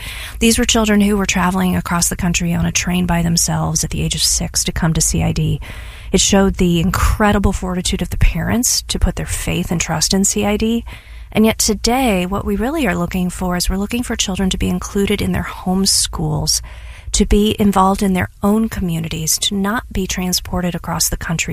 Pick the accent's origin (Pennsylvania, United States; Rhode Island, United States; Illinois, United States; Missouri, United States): Missouri, United States; Ballwin; but I grew up in Baldwin, so a bunch of my West County friends and I used to make the trek down south every single day.